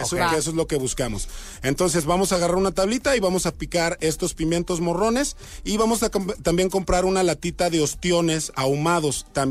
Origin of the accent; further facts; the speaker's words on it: Mexico; como mexicanos nos ¿cómo se puede decir? Nos encanta el argüende, nos encanta la comida